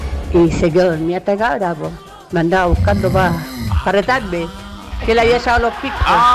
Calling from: Quilpué, Valparaíso, Chile; estoy llamando de Belloto.

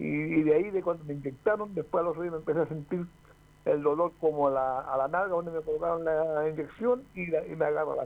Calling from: Viña del Mar, Valparaíso, Chile; La Villa Independencia de Miraflores Alto, Viña del Mar.

